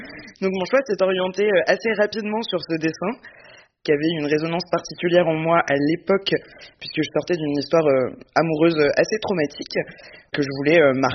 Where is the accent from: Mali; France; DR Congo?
France; Auvergne-Rhône-Alpes; now in Paris, France; j'habite à Paris et j'ai 31 ans. Je viens de Haute-Savoie.